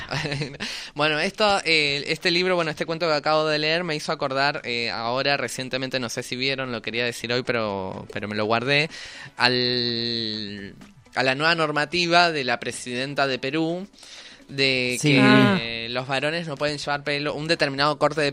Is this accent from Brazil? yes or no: no; Buenos Aires, Argentina; born there; Mis padres se conocieron en Argentina. Mi niñez fue muy dura. Nací en Capital Federal, en el Hospital Fernández.